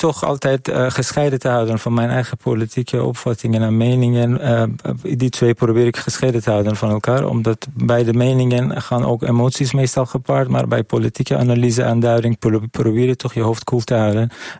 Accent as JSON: {"language": "Dutch", "country": "Iran", "moved": "yes", "lives_now": "Netherlands", "said": "Dat is iets wat mij persoonlijk als Iraniër zorgen baart."}